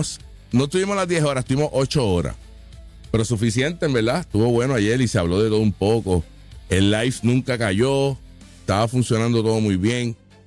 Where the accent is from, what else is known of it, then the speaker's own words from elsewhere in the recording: Puerto Rico; Nosotros como puertorriqueños deberíamos empezar una campaña.